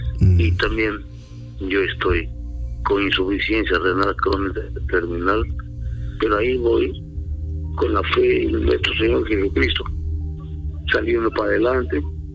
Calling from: Yarinacocha, Ucayali, Peru; Yo le estoy llamando de acá, de Yarinacocha, de Ucayali

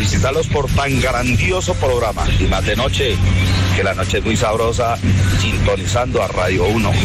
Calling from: Ibagué, Tolima, Colombia; toda mi gente linda de la ciudad de Ibagué … soy de la Gran Mancha Amarilla, los taxistas de acá Ibagué

